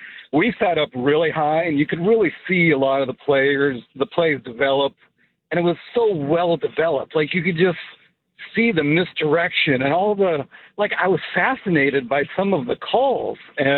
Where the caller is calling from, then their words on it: Queen Creek, Arizona, United States